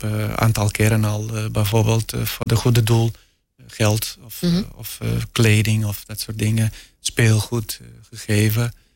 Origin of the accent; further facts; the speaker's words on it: Portugal; Dutch is a second language; now in Netherlands; Nou, gelukkig is van hier naar Portugal vliegen is